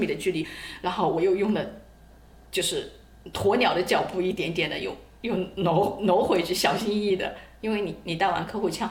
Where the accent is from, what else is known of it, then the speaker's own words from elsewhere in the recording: Jiangsu, China; 然后你知道我是江苏人，